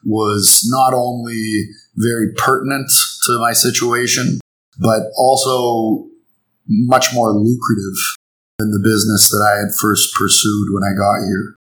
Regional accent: Toronto, Ontario, Canada; moved away as an adult; now in Guangzhou, China; So I'm from Toronto, from Canada. I went to university down in the States

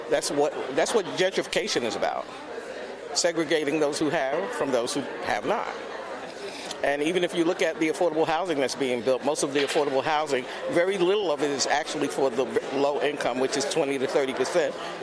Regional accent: New York, United States; now in California, United States; Well, look, I'm from New York, right? But I'm living here in California.

